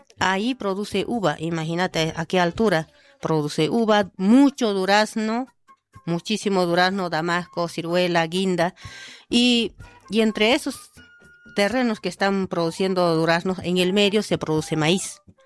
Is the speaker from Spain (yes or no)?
no; Bolivia; now in La Plata, Argentina; yo soy boliviana, entonces cuando viajo a Bolivia siempre traigo alguna semilla que otra, traigo para la Argentina.